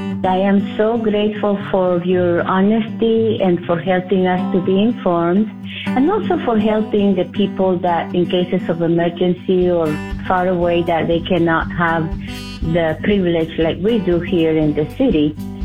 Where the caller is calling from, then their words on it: Murray, Utah, United States; I am listening from Murray, Utah.